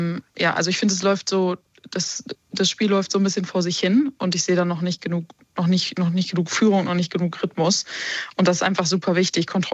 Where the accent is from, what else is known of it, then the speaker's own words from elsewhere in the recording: Germany; wir als Deutsche